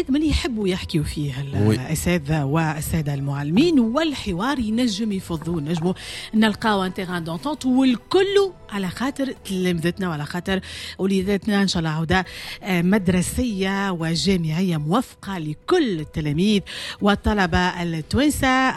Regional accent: Tunisia; أنا كمواطنة تونسية

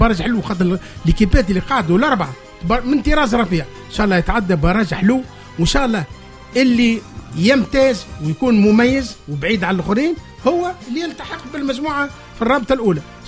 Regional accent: Tunisia; عندنا في تونس

